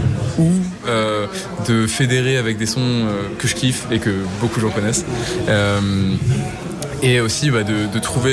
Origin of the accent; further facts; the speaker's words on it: Rouen, Normandy, France; Dans ma ville natale à Rouen.